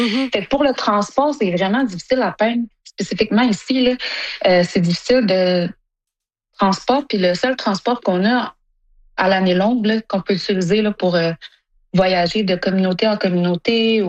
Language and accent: French; Sept-Îles, Quebec, Canada; moved away as an adult; Ben, moi j'ai grandi à Sept-Îles parce que j'étais avec mon père. Puis ma mère est la ville de Iqaluit. Puis j'ai déménagé là quand j'avais 19 ans.